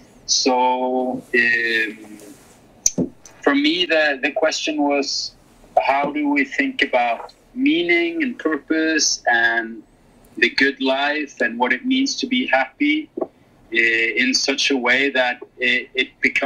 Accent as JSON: {"language": "English", "country": "Norway", "tie": "born or raised there", "said": "I grew up in the Norwegian outdoors with Norwegian outdoor culture."}